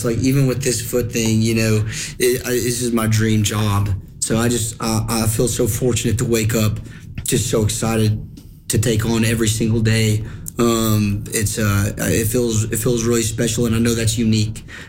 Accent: Morristown, Tennessee, United States; I grew up in Morristown, Tennessee.

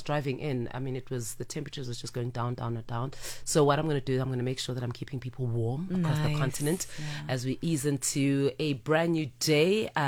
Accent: Eswatini; Eswatini, my home country

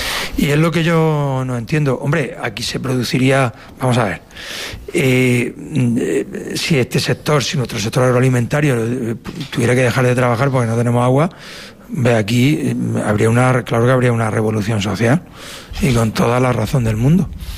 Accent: Spain; somos españoles, somos tan españoles aquí como los de Santander, o como los de Burgos, o como los de Cádiz, o como los de Barcelona.

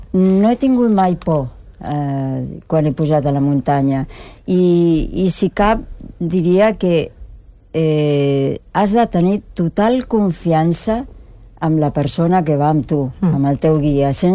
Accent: Argentina; o com deia la meva estimada àvia, jo sóc argentina.

